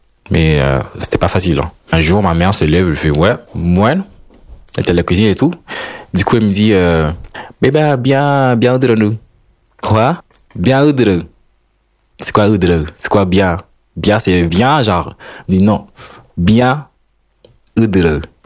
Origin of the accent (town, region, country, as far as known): Honduras; born or raised there; French is a second language; moved away as an adult; now in France